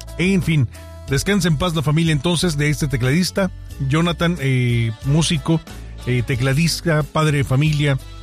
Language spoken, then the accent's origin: Spanish; Mexico